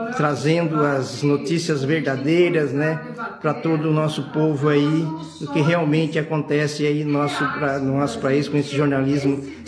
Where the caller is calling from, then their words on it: Criciúma, Santa Catarina, Brazil; de Criciúma, Santa Catarina.